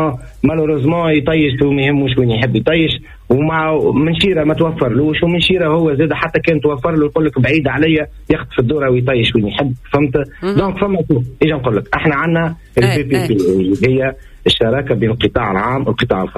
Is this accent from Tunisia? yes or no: yes; Tunisia; وانا مواطن تونسي راني زادة معناتها احنا ننصف بلاصة وما يتعاود